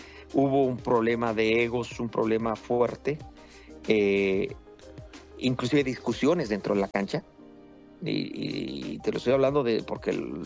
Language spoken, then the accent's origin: Spanish; Mexico; me da gusto como mexicano cuando gana mi país